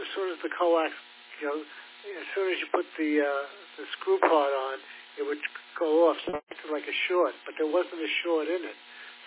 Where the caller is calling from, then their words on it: East Islip, New York, United States; We had just moved to East Islip, and we moved there in somewhere around March, in May, actually. We bought the house in March and moved in May.